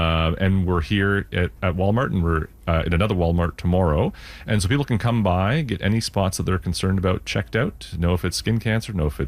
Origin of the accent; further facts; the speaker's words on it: Ottawa, Ontario, Canada; I'm a dermatologist from Ottawa, actually.